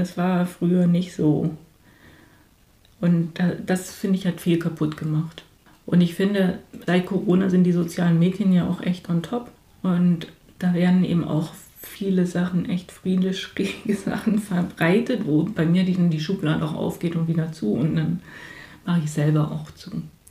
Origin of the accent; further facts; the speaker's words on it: Lower Saxony, Germany; born there; moved away; Ich bin ständig unterwegs gewesen. Also meine längste Zeit, dass ich irgendwo wohne, ist wirklich Doebes. Und geboren bin ich in Ostfriesland.